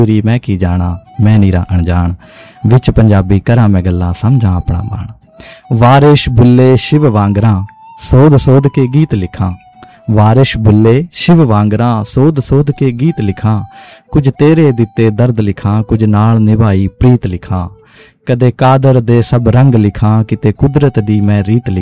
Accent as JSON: {"language": "Punjabi", "area": "Mohali district", "region": "Punjab", "country": "India", "tie": "born or raised there", "moved": "yes", "said": "ਮੈਂ ਜਦੋਂ ਆਪਣੇ ਪਿੰਡ 'ਚ ਰਹਿੰਦਾ ਸੀਗਾ, ਪੰਜਾਬ 'ਚ, ਬੇਸਿਕਲੀ ਮੇਰਾ ਜਨਮ ਜਿਹੜਾ ਪੰਜਾਬ ਦਾ ਹੈ, ਮੋਹਾਲੀ ਡਿਸਟ੍ਰਿਕਟ ਹੈ ਮੇਰਾ"}